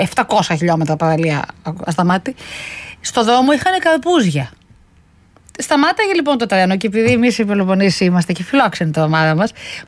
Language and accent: Greek; Pyrgos, Western Greece, Greece; moved away; Στο χωριό μου, κάτω εκεί στον πύργο, στα Μαλλιάδα.